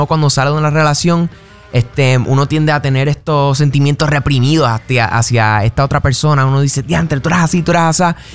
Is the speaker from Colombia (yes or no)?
no; Camuy, Puerto Rico; Yo soy de Camuy, Puerto Rico, Camuy, Quebradilla.